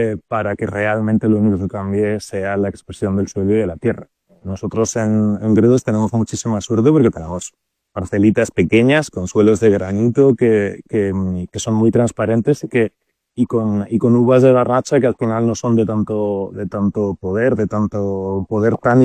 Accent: Madrid, Community of Madrid, Spain; Yo soy de Madrid, la Sierra de Gredos está muy cerquita

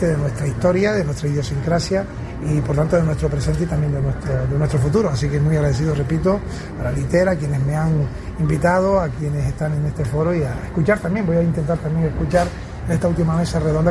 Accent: Canary Islands, Spain; born there; en el que venimos de un lugar también como es también Canarias, mi lugar de nacimiento, donde vivo

